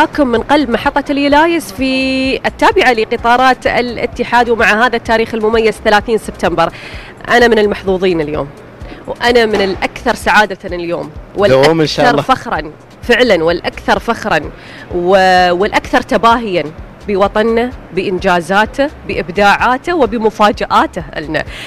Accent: United Arab Emirates; أنت بس جاي تستمتع بجمال بلادنا

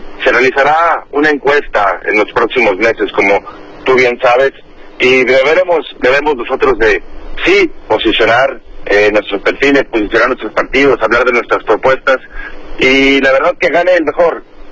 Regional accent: Los Cabos, Baja California Sur, Mexico; also born or lived in La Paz, Baja California Sur / Monterrey; nací en La Paz, precisamente. Nací en La Paz el 26 de febrero de 1990. Tengo 36 años cumplidos. Mi familia, por decisiones pues meramente empresariales, nos vinimos a vivir cuando yo tenía 3 años, ya a la punta sur de este bello estado. Y desde entonces pues he estado estudiando y trabajando aquí en la punta, en Los Cabos

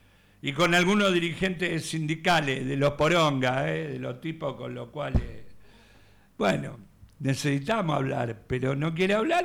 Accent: Gregorio de Laferrere, Buenos Aires Province, Argentina; Yo soy negro de la Ferrere.

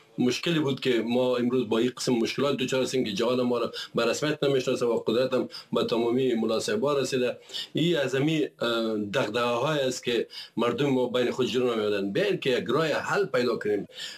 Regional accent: Afghanistan; ما افغان هستم

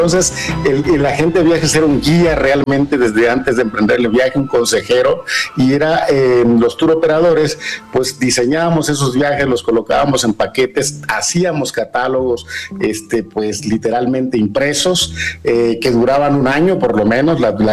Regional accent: Mexico; porque somos los mexicanos, la verdad, un pueblo hospitalario y extraordinario por naturaleza.

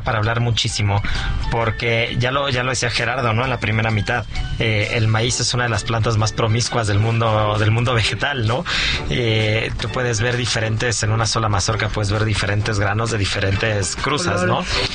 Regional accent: Mexico

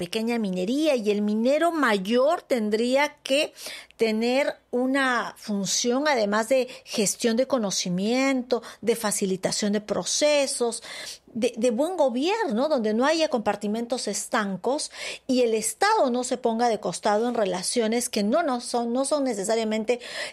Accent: Puno, Peru; moved away; also born or lived in Arequipa; la señora está 20 años fuera de Puno, y cuando me preguntan, oye, ¿tú de dónde eres? Yo digo, yo soy arequipuneña

